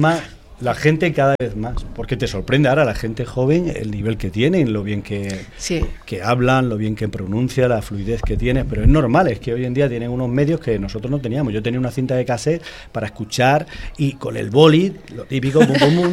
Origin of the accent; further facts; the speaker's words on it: Spain; Yo soy español.